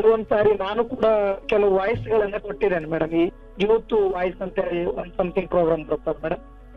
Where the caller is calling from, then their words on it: Mangaluru, Karnataka, India; ನಾನು ಮಂಗಳೂರಿಂದ ಮೇಡಮ್.